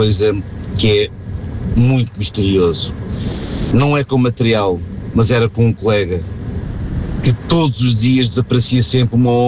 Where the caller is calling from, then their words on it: Sintra, Lisbon, Portugal; sou de Sintra